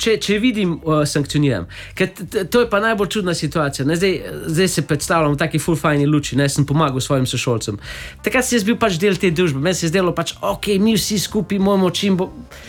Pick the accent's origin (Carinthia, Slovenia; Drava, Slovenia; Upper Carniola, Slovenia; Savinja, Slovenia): Savinja, Slovenia; Velenje; Ja, zdaj smo iz Velenja, no.